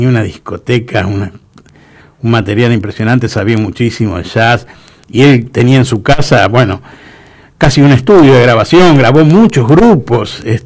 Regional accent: General Pinto, Buenos Aires Province, Argentina; moved away; also born or lived in Maipú, Buenos Aires; yo nací circunstancialmente en un lugar que se llama Maipú, en la provincia de Buenos Aires. Uh-huh. Me crié en otro pueblo que se llama General Pinto, que es cerca de Lincoln, Junín, toda esa, la ruta 188.

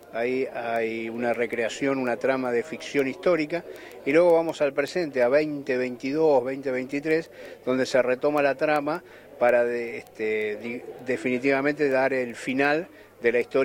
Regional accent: Puerto Santa Cruz, Santa Cruz, Argentina; Yo vengo de Puerto Santa Cruz

